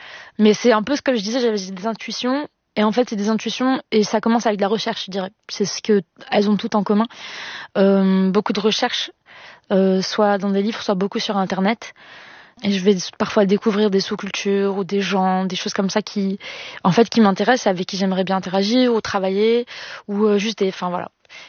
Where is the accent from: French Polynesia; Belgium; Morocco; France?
Morocco; On n'avait pas l'impression qu'on m'expliquait déjà ma culture. Et donc, il n'y avait pas beaucoup d'images de ce que c'est d'être Marocaine.